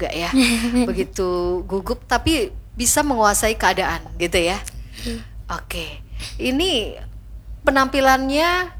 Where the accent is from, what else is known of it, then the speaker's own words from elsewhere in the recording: South Kalimantan, Indonesia; warga Banua Kalimantan Selatan